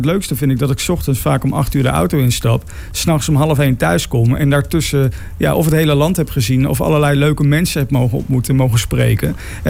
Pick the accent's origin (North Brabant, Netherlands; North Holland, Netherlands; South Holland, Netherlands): North Brabant, Netherlands; Helmond; Maar toen we erachter kwamen dat we alle twee uit Helmond kwamen... of althans Evert kwam erachter dat ik uit Helmond kwam.